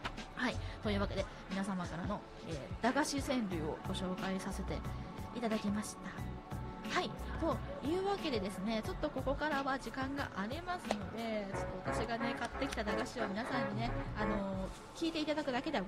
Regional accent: Nagasaki, Japan; 私のね地元長崎県のまあ大秘境にあるんですけれども、

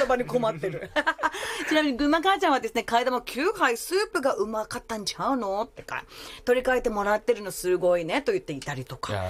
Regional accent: Philippines; Japanese is a second language; ちょっと私フィリピン人としてですね、この時にあの … の皆さんに、あのそのフィリピンの人たちをなんかあのこのパフォーマンスを見せてくれるのがすごく嬉しいです。

